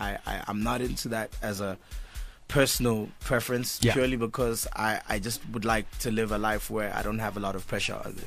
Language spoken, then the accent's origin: English; Durban, KwaZulu-Natal, South Africa; also born or lived in Pietermaritzburg; I'm born in Pietermaritzburg. Mm-hmm. I'm raised in Durban. I grew up as a Durban person.